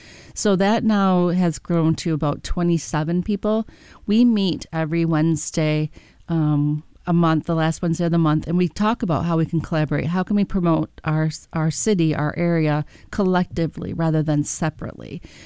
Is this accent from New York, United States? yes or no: no; Saginaw, Michigan, United States; I've been in Saginaw my entire life, Saginaw County. I grew up in Saginaw Township, lived in Carlton for a long time.